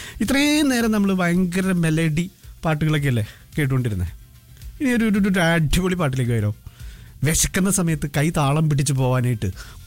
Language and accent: Malayalam; Kerala, India; moved away